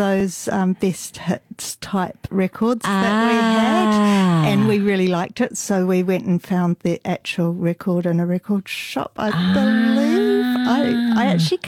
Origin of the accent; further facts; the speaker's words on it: East of England, United Kingdom; No, I was actually born in Essex.